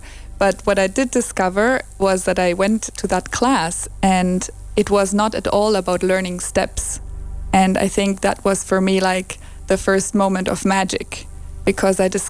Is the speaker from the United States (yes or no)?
no; Germany; English is a second language; moved away as an adult; also born or lived in Netherlands; I grew up in Germany